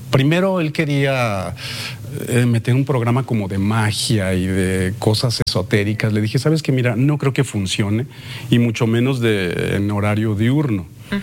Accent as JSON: {"language": "Spanish", "region": "Aguascalientes", "country": "Mexico", "said": "Y decía, no, yo no soy de Guadalajara. Háblenle al de Monterrey. ¿O de dónde eres? ¿De San Luis? Le decía, ¿qué te pasa? Soy de Aguascalientes. Defendiendo yo mi terruño, claro."}